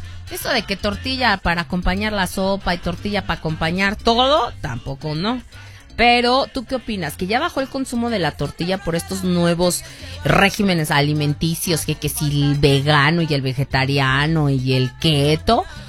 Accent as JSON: {"language": "Spanish", "country": "Mexico", "said": "sí, a mí me encantan los taquitos, como buena mexicana."}